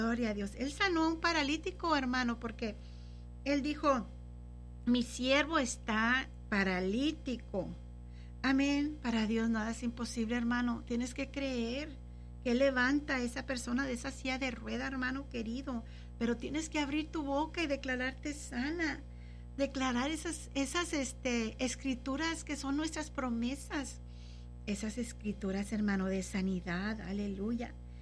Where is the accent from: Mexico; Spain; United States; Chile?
United States; Elsa, Texas; yo soy allá de Elsa Ed Couch